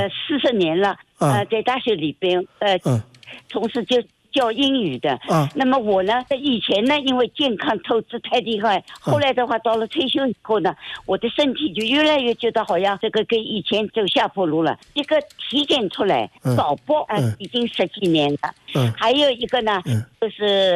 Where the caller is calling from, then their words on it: Shanghai, China; 本来我是上海人对吧